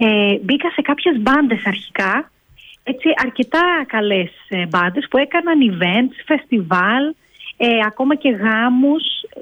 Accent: Crete, Greece; Γιατί επειδή μεγάλωσα και στην Κρήτη δεν έτυχε ναι. να το δω κάπου

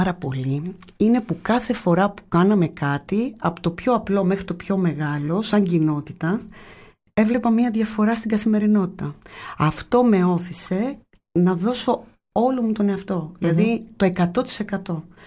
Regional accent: Messini, Peloponnese, Greece; also born or lived in Kalamata; Πριν είπα ότι μεγάλωσα στη Μεσίνη, η Μεσίνη είναι ο τόπος μου, μπορεί να γεννήθηκα στην Καλαμάτα, αλλά τη Μεσίνη την αγαπάω.

